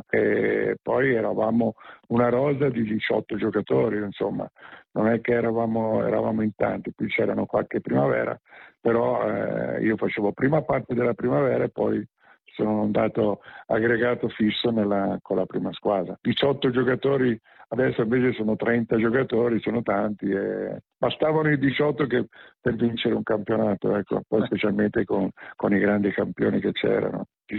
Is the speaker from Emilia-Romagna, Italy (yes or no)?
no; Tuscany, Italy; Sono originario della provincia di Pisa, mi mettono tutti Siena, ma io no, provincia di Pisa io